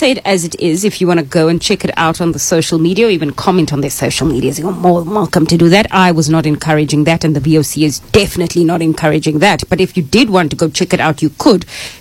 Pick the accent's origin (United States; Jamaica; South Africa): South Africa; being proudly South African? And also as a woman.